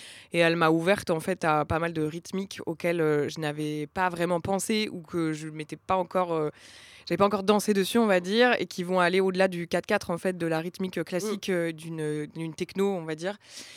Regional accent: Brittany, France; moved away as an adult; now in Paris, France; je viens d'un milieu populaire. Je viens de Bretagne à la base.

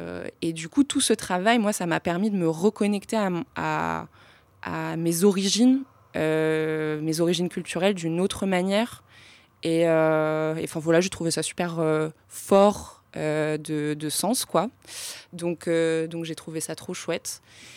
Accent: Romania; moved away; mon enfance en Roumanie

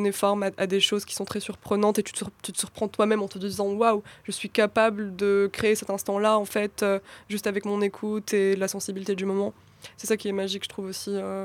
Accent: Kabylie, Algeria; moi aussi je suis kabyle, donc on parle un peu Ezol Flawen, etc.

